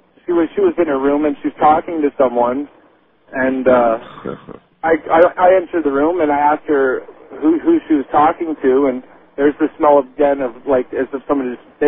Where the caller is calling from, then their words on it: Kingston, Ontario, Canada; I'm calling you from Kingston, Ontario, Canada.